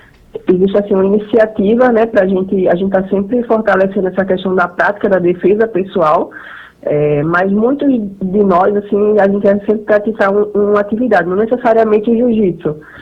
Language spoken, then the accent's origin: Portuguese; Recife, Pernambuco, Brazil; Eu sou aqui de Recife.